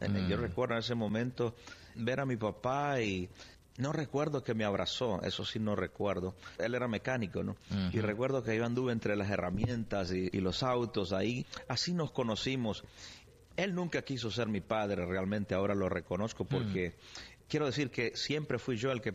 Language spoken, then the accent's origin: Spanish; San Pedro Sula, Cortés, Honduras; born there; Esa fue mi niñez. Nací en San Pedro Sula, Honduras.